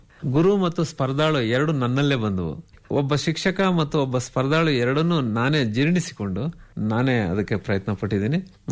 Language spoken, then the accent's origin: Kannada; Birmanahalli, Kolar district, Karnataka, India; ನನ್ನ ಬೀರ್ಮಾನಹಳ್ಳಿ ನನ್ನ ಗ್ರಾಮಕ್ಕೆ